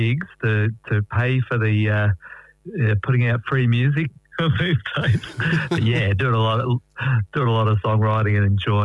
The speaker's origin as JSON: {"language": "English", "town": "Tamworth", "region": "New South Wales", "country": "Australia", "tie": "born or raised there", "said": "growing up in Tamworth."}